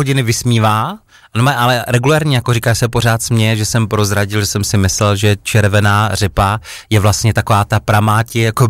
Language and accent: Czech; Opava, Moravian-Silesian Region, Czechia; já jsem jako z města, já jsem z Opavy, kde opravdu velký cukrovar je